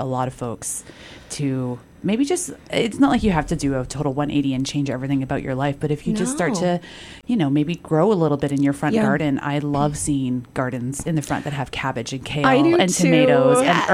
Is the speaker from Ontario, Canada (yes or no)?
yes; Flamborough, Ontario, Canada; I grew up in Flamborough on a little farm